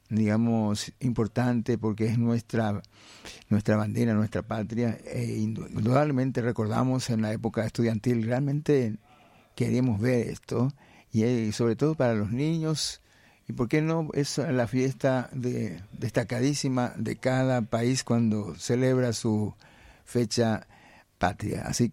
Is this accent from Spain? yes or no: no; Paraguay; somos realmente paraguayos